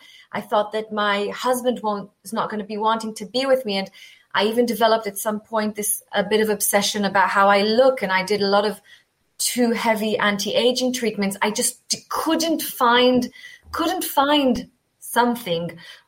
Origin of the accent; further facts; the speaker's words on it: Tel Aviv, Tel Aviv District, Israel; moved away as an adult; now in United Kingdom; So I grew up in Israel, a Tel Aviv girl, very respectful of being, you know, Jewish, but not practicing anything because my identity was very clear to me. I was Jewish